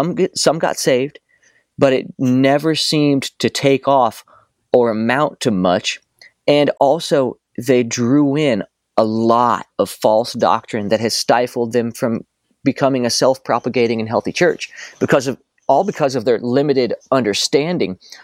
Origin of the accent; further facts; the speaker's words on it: United States; moved away; growing up in the States